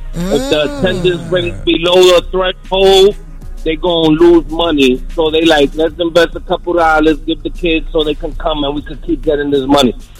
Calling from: New York City, New York, United States; from the Bronx.

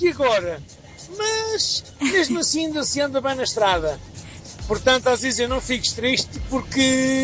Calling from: São João do Monte, Portugal; sou de São João do Monte

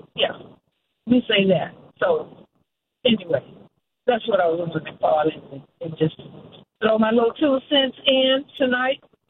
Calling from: Stone Mountain, Georgia, United States; I'm calling from Stone Mountain.

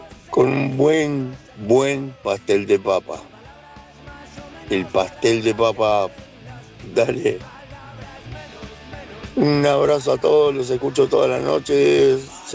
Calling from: La Plata, Buenos Aires Province, Argentina; soy de la Plata

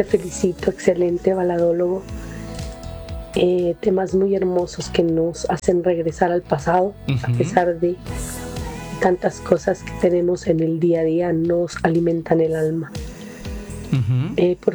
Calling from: Ipiales, Nariño, Colombia; Desde acá de Ipiales, Nariño, un saludo muy cordial.

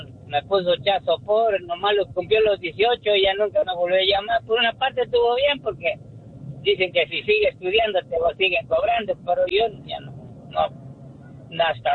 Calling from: Los Angeles, California, United States; De aquí, de Los Ángeles.

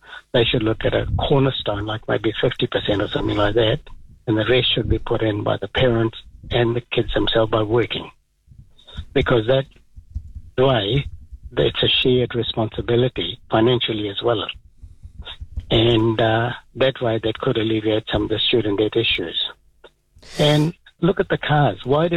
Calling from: New Zealand; as I as a Kiwi

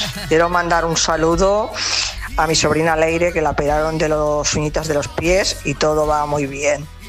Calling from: Barcelona, Catalonia, Spain; de Barcelona.

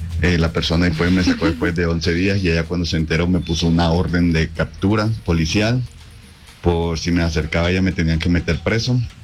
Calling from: Medellín, Antioquia, Colombia; Entonces decidí regresarme nuevamente para acá, para Colombia. Y ahora acá en Medellín

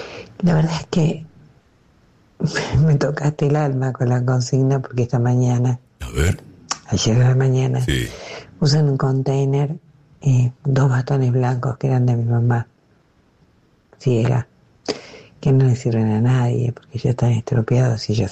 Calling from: Adrogué, Buenos Aires Province, Argentina; de Adroé.

